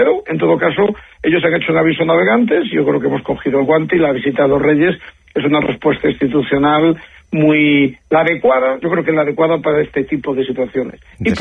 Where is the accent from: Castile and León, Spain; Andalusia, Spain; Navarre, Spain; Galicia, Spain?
Galicia, Spain; now in Madrid, Spain; aunque vivo en Madrid, soy gallego